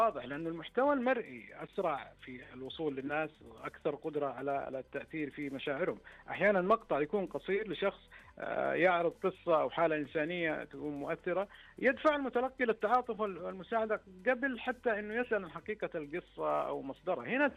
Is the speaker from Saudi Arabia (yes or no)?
yes; Saudi Arabia; الطيبة والرحمة اللي فينا إحنا كمجتمع سعودي